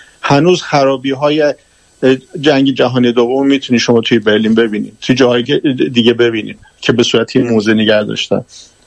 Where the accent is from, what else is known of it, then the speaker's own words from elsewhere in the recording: Iran; به عنوان یک ایرانی که وطنم رو دوست دارم و نمیتونم بی تفاوت باشم نسبت به این حرفا و چیزایی که داری میگذره در دور و برمون در رابطه با ایران